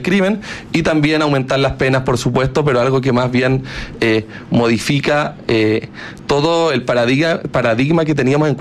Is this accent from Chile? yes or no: yes; Chile